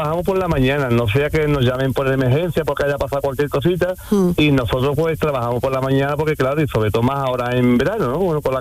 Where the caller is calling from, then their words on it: Medina-Sidonia, Andalusia, Spain; yo estoy ahora mismo en Medina Sidonia, que es mi pueblo, un ¿qué? Pueblo de Cádiz, un pueblo súper bonito.